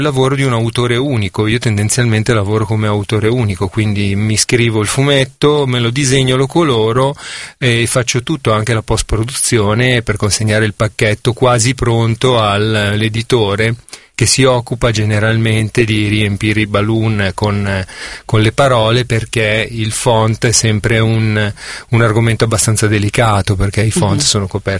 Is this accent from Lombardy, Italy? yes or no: yes; Milan, Lombardy, Italy; Sì, io sono di Milano e provengo proprio dal quartiere di Ponte Lambro